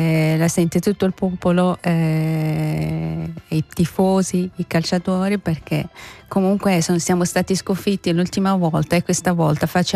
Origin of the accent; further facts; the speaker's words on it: Essaouira, Marrakesh-Safi, Morocco; io sono nata e cresciuta a Essaouira